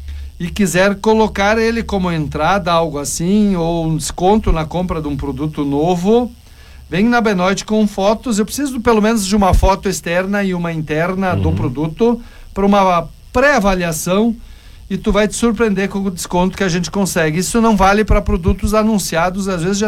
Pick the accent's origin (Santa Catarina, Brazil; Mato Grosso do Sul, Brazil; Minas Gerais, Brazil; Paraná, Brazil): Santa Catarina, Brazil; Palmitos; born there; now in Salvador do Sul, Brazil; Eu que sou Bariga Verde, sou Catarina, nascido em Palmito, Santa Catarina, mas sou gaúcho de coração, 37 anos já em Salvador do Sul.